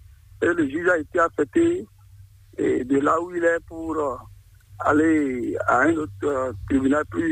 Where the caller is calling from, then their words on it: Abomey-Calavi, Atlantique, Benin; je vous appelle de Calavi, dans la Zoupa.